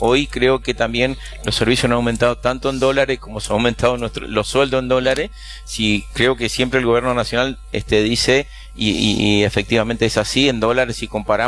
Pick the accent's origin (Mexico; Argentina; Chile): Argentina